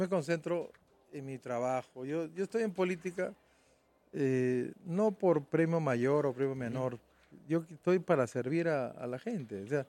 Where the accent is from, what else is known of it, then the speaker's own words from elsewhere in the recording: Chiclayo, Lambayeque, Peru; now in Lima, Peru; Mi primer trabajo cuando vine de Chiclayo a Lima fue base de datos.